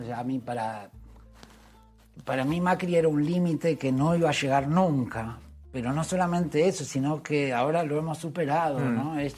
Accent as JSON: {"language": "Spanish", "country": "Argentina", "moved": "yes"}